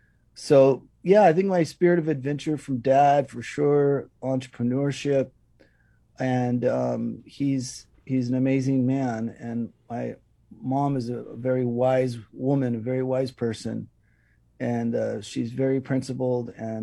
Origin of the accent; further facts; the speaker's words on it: Hawaii, United States; And, you know, in the 70s, growing up on the Big Island, it was almost like a developing country, but I mean that in a really good way, quite rural. I was the only Haole kid, Caucasian kid of my friends growing up.